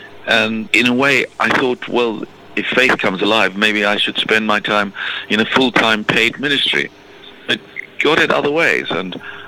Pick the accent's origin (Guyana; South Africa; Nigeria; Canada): South Africa; moved away as an adult; Well, I grew up in South Africa, went to university there, studied law and philosophy.